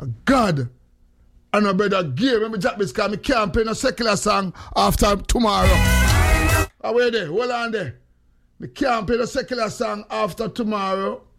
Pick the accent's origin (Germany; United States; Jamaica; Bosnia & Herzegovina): Jamaica; So me say, listen. First, I'm Jamaican. And by the time I say I'm Jamaican, I say around 10 people.